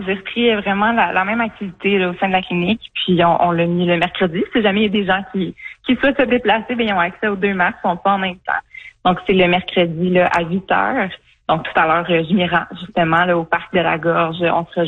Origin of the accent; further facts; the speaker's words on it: Coaticook, Quebec, Canada; En fait, moi, je suis native de Quaticook. Donc, je suis vraiment née ici. J'ai passé pas mal, toute ma vie ici.